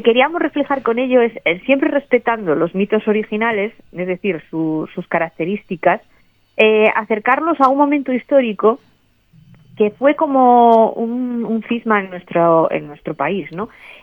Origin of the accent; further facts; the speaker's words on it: Basque Country, Spain; now in Gijón, Spain; en mi zona, porque yo soy del País Vasco, ese es mi origen